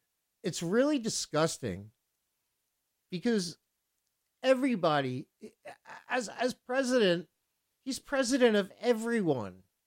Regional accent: United States; I am an American on BFF.FM.

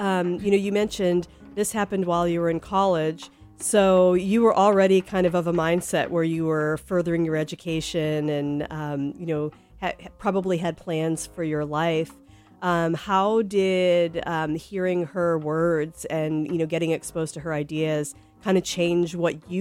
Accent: East Coast, United States; and I'm from the East Coast.

